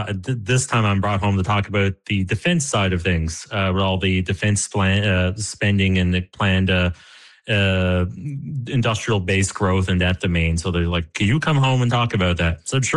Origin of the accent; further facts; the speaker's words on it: Placentia, Newfoundland and Labrador, Canada; now in Charlottetown, Canada; I'm back home for the Placentia Bay Industrial Showcase. So my hometown every year puts off